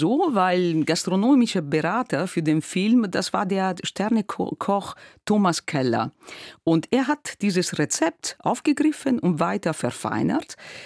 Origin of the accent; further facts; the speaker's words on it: Emilia-Romagna, Italy; Und in der Region Marken heißt es dann Fricandò und in der Romagna, wo ich herkomme, Frigione.